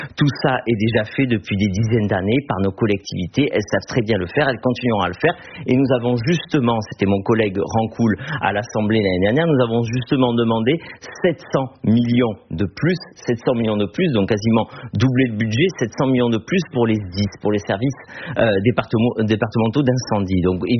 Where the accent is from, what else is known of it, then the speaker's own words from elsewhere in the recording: Provence-Alpes-Côte d'Azur, France; chez nous en Provence-Alpes-Côte d'Azur